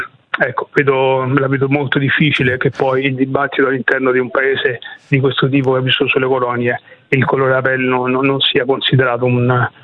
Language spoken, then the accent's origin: Italian; Paris, Île-de-France, France; io sono figlio di operai immigrati, mio padre è italiano, mia madre è spagnola. Ho 59 anni, sono nato a Parigi, sono cresciuto per 10 anni nel paese.